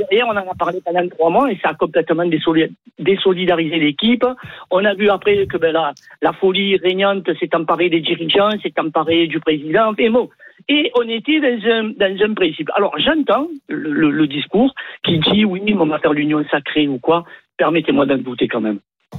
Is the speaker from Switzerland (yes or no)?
no; Marseille, Provence-Alpes-Côte d'Azur, France; j'ai 65 ans, connaissant Marseille depuis 65 ans, on va dire, puisque je suis natif de Marseille